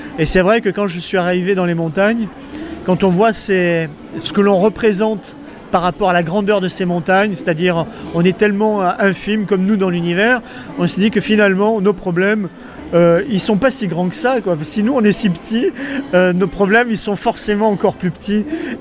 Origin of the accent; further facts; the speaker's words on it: France; Même moi j'ai pas besoin de visa pour les États-Unis, je suis français.